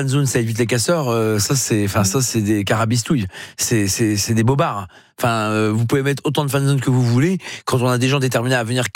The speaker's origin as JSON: {"language": "French", "region": "Hauts-de-France", "country": "France", "tie": "born there", "accent": "Ch'ti", "said": "Je vais essayer de développer l'anglais ou le ch'ti, mais ma langue natale du Nord."}